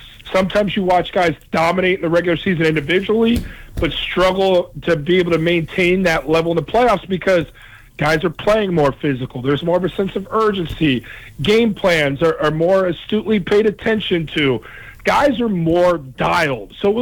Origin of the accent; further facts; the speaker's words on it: Cincinnati, Ohio, United States; moved away as an adult; now in East Coast, United States; I'm an Ohio native, grew up in Cincinnati, Ohio. Now I'm an East Coaster, been out here for about 7 years because of my career. But there's always a part of Ohio that's forever in me growing up in Cincinnati.